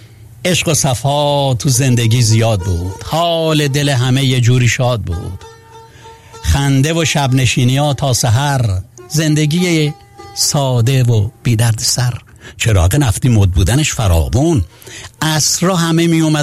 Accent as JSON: {"language": "Persian", "country": "Iran", "tie": "born there", "moved": "yes", "said": "یاد ایران به خیر، یاد زادگاهمون به خیر،"}